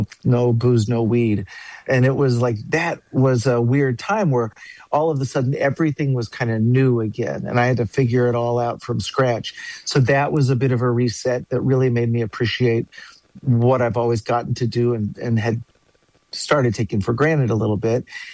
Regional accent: Dallas, Texas, United States; I'm a seventh generation Texan, and I grew up in the Dallas area. And my mom is actually from Arkansas, so I have a lot of people from the from Little Rock and Pine Bluff.

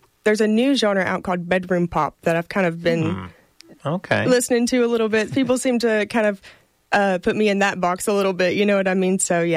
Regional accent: Portageville, Missouri, United States; moved away as an adult; now in Jonesboro, United States; Yes, I was born and raised around Portageville, Missouri. Grew up there all my life. And then shortly after I graduated, I moved to Jonesboro, Arkansas to come to A-State.

